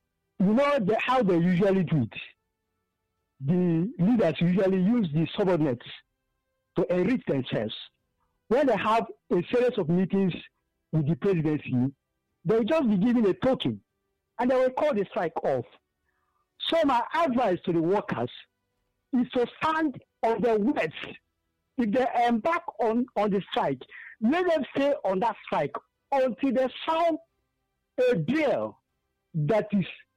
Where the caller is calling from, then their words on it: Enugu, Enugu State, Nigeria; I'm calling from Enugu.